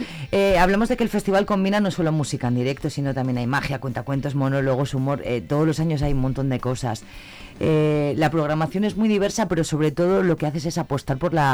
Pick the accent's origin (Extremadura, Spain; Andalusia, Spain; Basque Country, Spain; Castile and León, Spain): Castile and León, Spain; Zamora; somos zamoranos y zamoranas